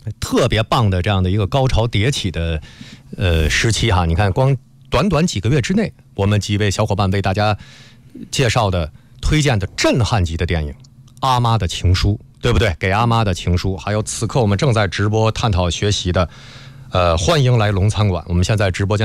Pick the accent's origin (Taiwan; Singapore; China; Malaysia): China